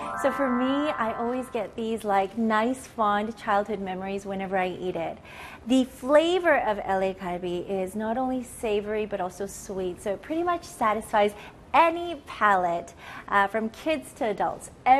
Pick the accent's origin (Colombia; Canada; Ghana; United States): Canada; when I was growing up in Canada